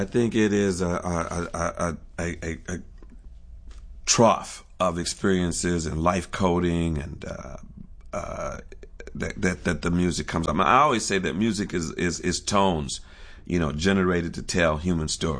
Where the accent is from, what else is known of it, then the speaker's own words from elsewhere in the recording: Detroit, Michigan, United States; I'm from Detroit, so I got to draw from being from this Midwestern town that had everything.